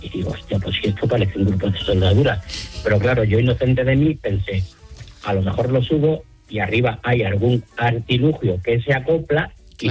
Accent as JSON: {"language": "Spanish", "town": "Seville", "region": "Andalusia", "country": "Spain", "accent": "Andalusian", "said": "Y entonces, claro, yo sevillano, mi acento andaluz, no tenía ni papa de catalán."}